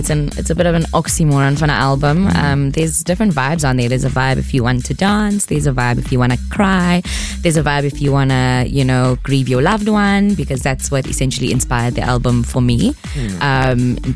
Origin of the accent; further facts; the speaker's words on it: Durban, KwaZulu-Natal, South Africa; now in Johannesburg, South Africa; I grew up in Durban. I know Durban very well. But then I went to boarding school in what is now known as Gqeberha, formerly known as Port Elizabeth.